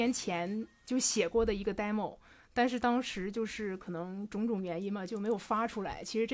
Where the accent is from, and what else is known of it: Dalian, Liaoning, China; born or raised there